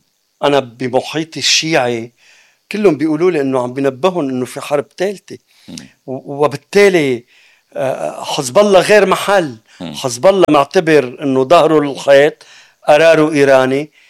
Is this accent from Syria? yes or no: no; Lebanon; أنا كلبناني